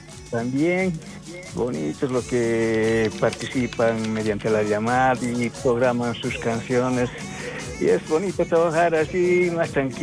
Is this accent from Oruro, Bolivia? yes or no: yes; Alto Saucarí, Oruro, Bolivia; a mi pueblo Alto Saucarí, señorita Fabiola, que este fin de mes, el mes de 31, el primero y el 2 es la fiesta en Alto Saucarí